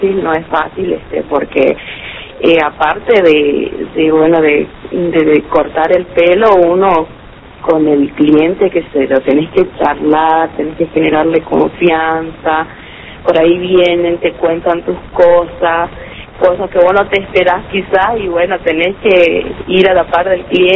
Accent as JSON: {"language": "Spanish", "town": "Las Lomitas", "region": "Formosa", "country": "Argentina", "said": "Yo soy de acá de Las Lomitas."}